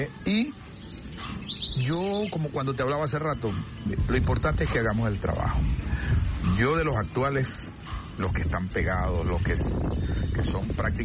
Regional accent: Guayabal, Guárico, Venezuela; Yo vengo de Guayabal, la tierra de los maizales.

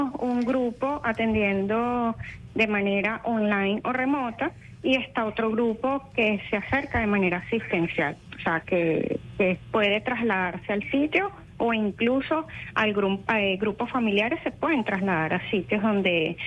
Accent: Venezuela; somos humanos y hermanos, somos venezolanos

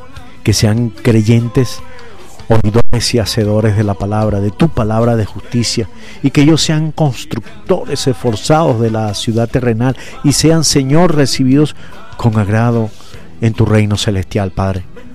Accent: Venezuela

